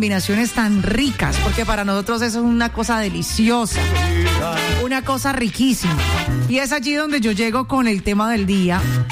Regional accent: Cali, Valle del Cauca, Colombia

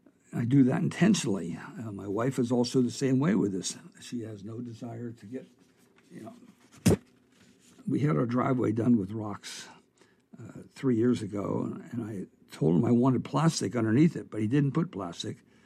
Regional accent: Delaware, United States; I was raised in Delaware

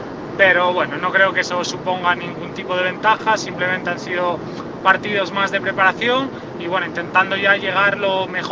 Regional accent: Gijón, Asturias, Spain; para los que somos de Gijón con grato recuerdo

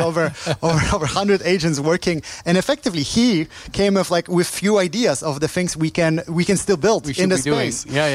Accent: Poland; English is a second language; I'm from Poland originally. In Poland, there's a very peculiar thing that if you watch a movie, a foreign movie in Polish language

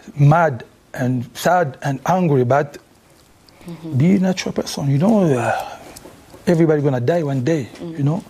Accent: Kinshasa, DR Congo; first language Lingala; English is a second language; I never speak Swahili when I grew up in Kinshasa. I speak just Lingala, a little bit French.

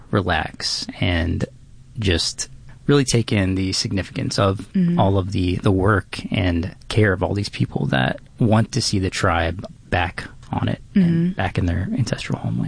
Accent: Virginia, United States; Like, I grew up just around the James River, so I would be like forced to go with family and friends to that river.

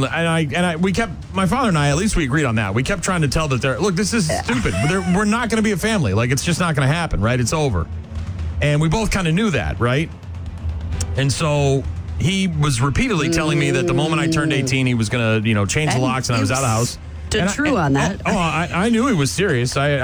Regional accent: Nashua, New Hampshire, United States; We lived, we moved into a house on Syracuse Road in Nashua, New Hampshire, my hometown. And I grew up there. I spent most of my life there

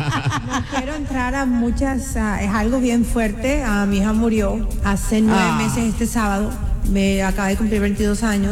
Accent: Barranquilla, Atlántico, Colombia; moved away as an adult; now in Los Angeles, United States; Soy barranquillera, pero yo creo que mi sangre es como más cartagenera.

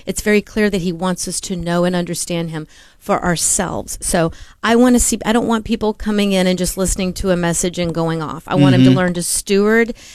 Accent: the South, United States; Yeah, I grew up in the South.

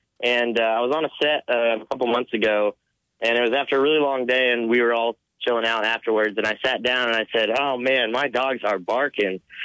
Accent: Austin, Texas, United States; I've grown up in Texas my whole life

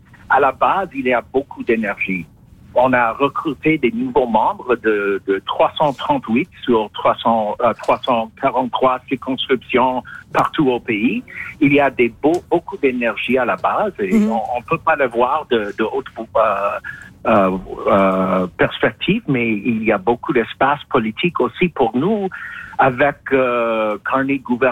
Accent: Toronto, Ontario, Canada; French is a second language; je suis un enfant des années 70 hein, et en grandissant à Toronto, en jouant au hockey ball dans la rue, Guy Lafleur était notre héros.

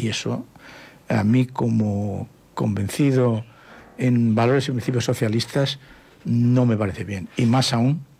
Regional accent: Valladolid, Castile and León, Spain; en Valladolid, en mi tierra

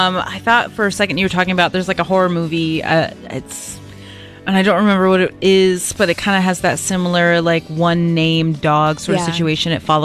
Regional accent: United States; as an American

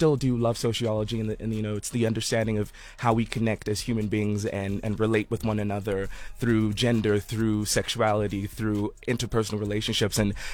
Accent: Gaborone, Botswana; Botswana is a small country, so, you know, everyone knows everyone, and it's, growing up, there, you know, there were only so many private schools

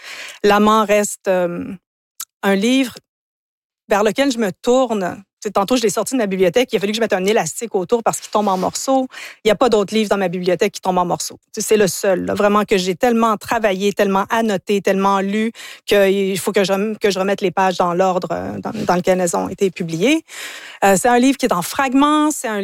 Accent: Ontario, Canada; first language English; also born or lived in United States / England

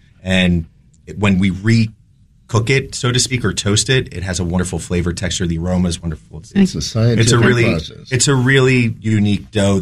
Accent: New Jersey, United States; also born or lived in New York, United States; And I grew up in New Jersey and New York.

